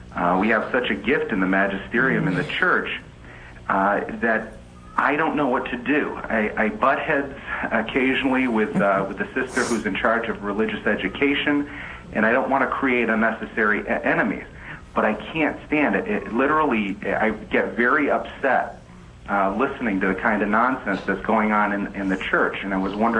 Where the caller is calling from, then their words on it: Massachusetts, United States; Very good, thank you. I'm calling from Massachusetts.